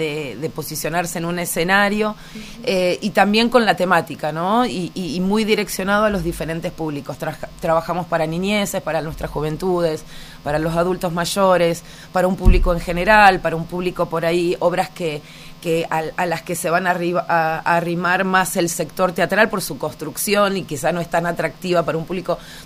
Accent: Rosario, Santa Fe, Argentina; born there; moved away as an adult; now in Bariloche, Argentina; yo llegué a Bariloche por primera vez, soy rosarina, vivo, uh-huh. o sea, ya soy barilochense, pero nací en Rosario, estoy acá hace 15 años, pero la primera vez que vine fue en el 2004

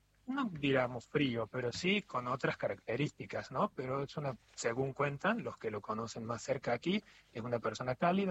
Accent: Córdoba, Argentina; now in Italy; Soy cordobés, y no sé si se siente

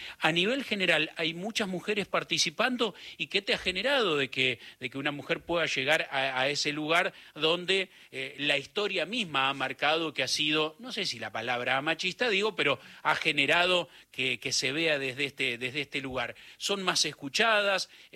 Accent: Argentina; no solamente como argentino, como lo han mencionado

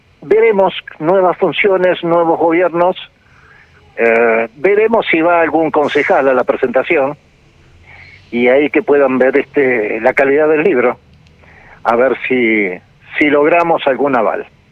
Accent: Bahía Blanca, Buenos Aires Province, Argentina; now in Patagonia, Argentina; Soy patagónico por adopción, llegué en el año 78 de Bahía Blanca.

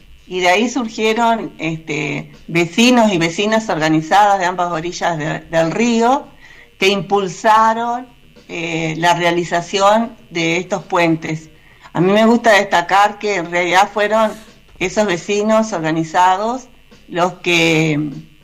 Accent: Paysandú, Uruguay; Yo además soy de Paysandú, soy sanducera, estoy mirando el Río Uruguay también acá

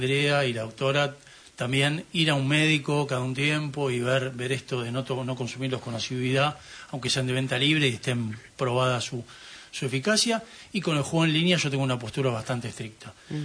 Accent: Argentina

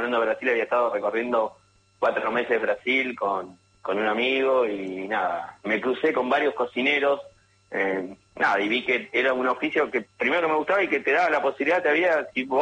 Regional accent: General Rodríguez, Buenos Aires Province, Argentina; born or raised there

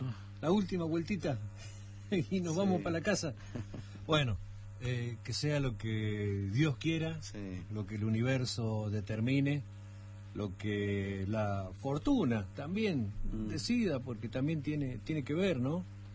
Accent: Argentina

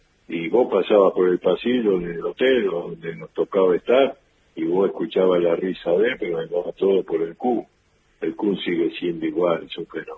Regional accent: Buenos Aires, Argentina; me dicen que soy de la provincia. Claro. Siempre me dicen, bueno, vos no podés ser de Capital. Vos sos de Capital

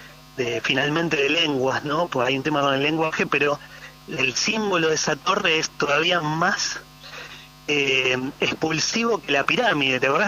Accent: Argentina

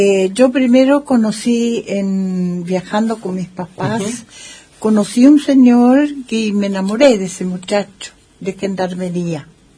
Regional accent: Brazil; now in Esquel, Argentina; Me crié en Brasil.

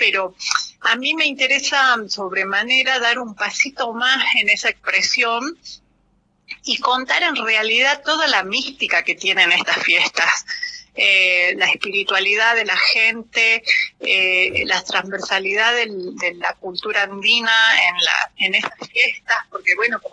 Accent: Jujuy, Argentina; soy jujeña, hasta el tuétano siempre digo, vivo acá en San Salvador, enamorada de mi provincia

